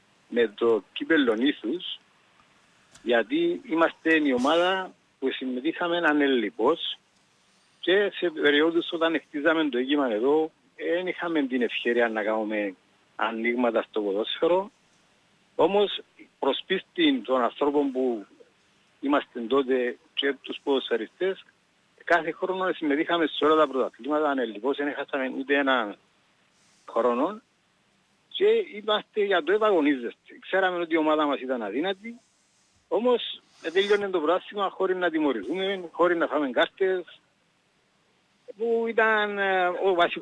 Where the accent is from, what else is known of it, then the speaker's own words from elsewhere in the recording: Salamiou, Paphos District, Cyprus; Διότι κατάγομαι από τη Σαλαμιού, εγώ είμαι από τη Σαλαμιού.